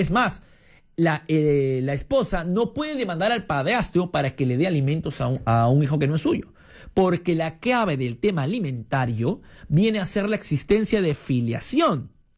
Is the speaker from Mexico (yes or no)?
no; Chiclayo, Lambayeque, Peru; moved away; Saludos a mi tierra hermosa, linda, que será visitada por el Papa Chiclayo